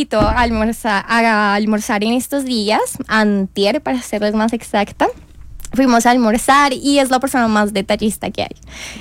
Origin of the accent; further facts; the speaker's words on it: Bogotá, Colombia; Yo soy de acá de Bogotá.